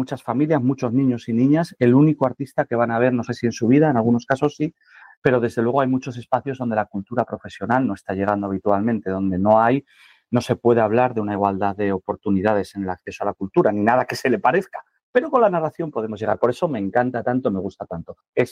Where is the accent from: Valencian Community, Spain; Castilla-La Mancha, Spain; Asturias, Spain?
Asturias, Spain; Yo incluso en mi tierra, en Asturias